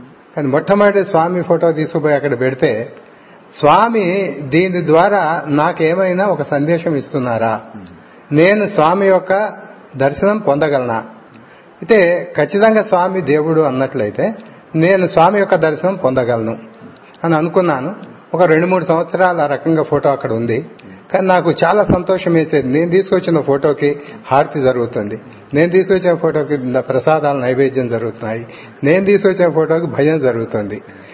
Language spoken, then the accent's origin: Telugu; Khammam, Telangana, India